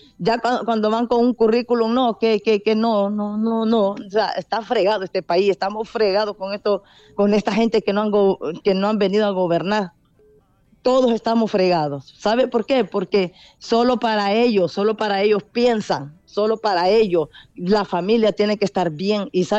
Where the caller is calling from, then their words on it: El Progreso, Yoro, Honduras; aquí del Progreso Lloro.